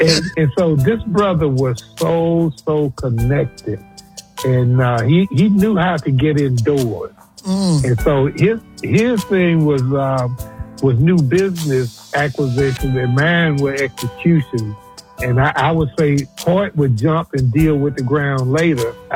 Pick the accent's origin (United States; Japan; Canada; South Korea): United States; Jackson, Mississippi; So we grew up together in Jackson.